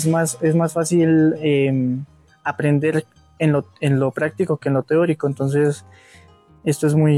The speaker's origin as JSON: {"language": "Spanish", "town": "Cucaita", "region": "Boyacá", "country": "Colombia", "said": "vengo del municipio de Cucaita, de la vereda Pijaos."}